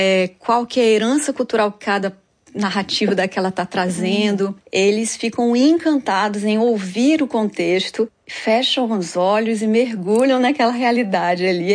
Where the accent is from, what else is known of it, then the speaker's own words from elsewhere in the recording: Natal, Rio Grande do Norte, Brazil; eu cresci naquela região, ouvindo os ritmos do Nordeste, a escuta, né, das ondas do mar, aquela tranquilidade daquela costa